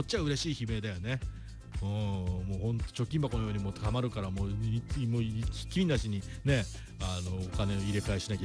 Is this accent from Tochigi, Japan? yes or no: yes; Sano, Tochigi, Japan; ふるさとの私栃木県佐野市の